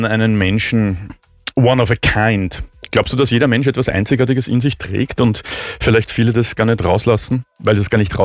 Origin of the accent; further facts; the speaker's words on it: Vienna, Austria; Als Wiener natürlich immer eine Weltreise.